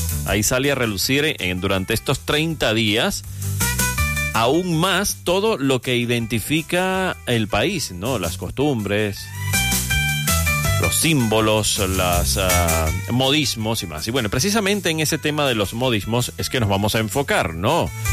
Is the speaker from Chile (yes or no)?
yes; Chile